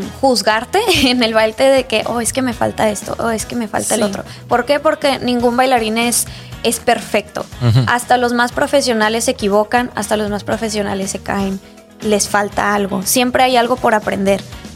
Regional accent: Mexico; es algo que me enorgullece porque pues obviamente soy mexicana.

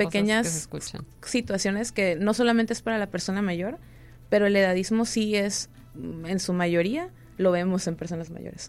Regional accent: Mexico; como mexicanos tenemos algunas cosas culturales

